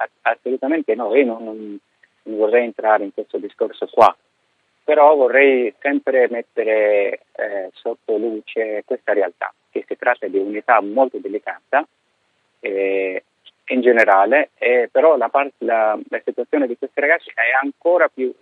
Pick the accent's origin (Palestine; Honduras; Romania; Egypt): Egypt; Italian is a second language; non perché sono egiziano, perché non perché io sono egiziano, ma perché veramente il numero più alto dei ragazzi viene proprio dall'Egitto.